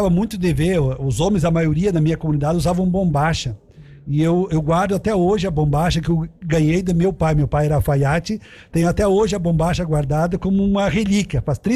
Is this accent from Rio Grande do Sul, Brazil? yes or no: yes; Rio Grande do Sul, Brazil; lá em Vila Cruz, no interior de Nova Paulo, na minha terra, no meio de um mato, lá do lado do campo de futebol, eu tinha 5 anos